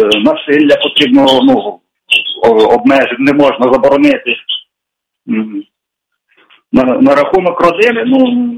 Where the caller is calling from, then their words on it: Ivano-Frankivsk Oblast, Ukraine; я з Івано-Франківщини.